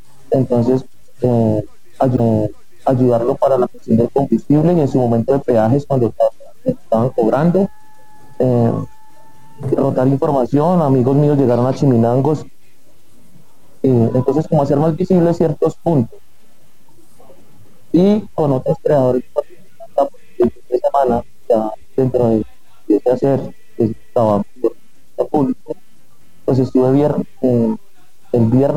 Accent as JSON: {"language": "Spanish", "town": "Cali", "region": "Valle del Cauca", "country": "Colombia", "said": "yo soy caleño, tengo familia en Cali, en Pereira."}